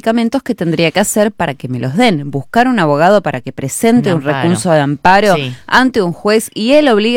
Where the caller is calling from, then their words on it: San Martín, Buenos Aires Province, Argentina; de San Martín y quería consultarle a la doctora.